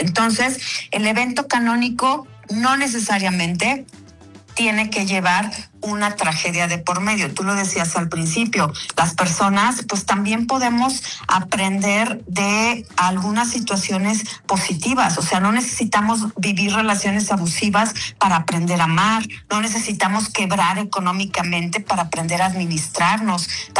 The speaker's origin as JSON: {"language": "Spanish", "country": "Mexico", "said": "sigamos asociando como cultura, como mexicanos"}